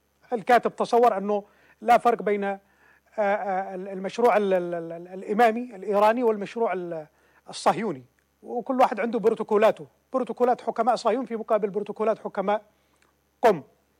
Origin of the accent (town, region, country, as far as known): Yemen